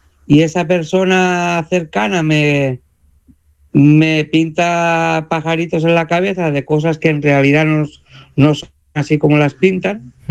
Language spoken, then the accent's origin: Spanish; Spain; Pues me encuentro feliz de estar en casa, de estar en mi país.